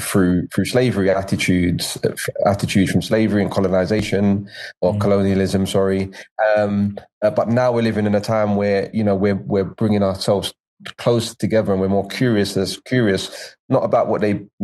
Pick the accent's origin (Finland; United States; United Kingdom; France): United Kingdom; and also being British and being Black and British and what all those things meant